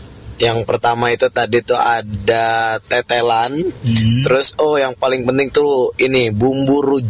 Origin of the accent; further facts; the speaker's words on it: West Java, Indonesia; karena saya juga aslinya dari Sunda ya.